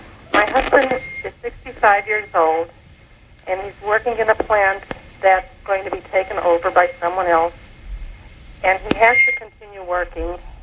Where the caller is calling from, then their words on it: Pennsylvania, United States; Pennsylvania.